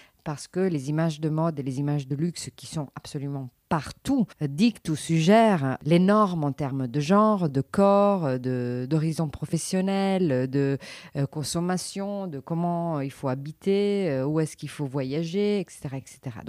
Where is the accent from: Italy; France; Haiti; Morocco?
Italy; je suis italienne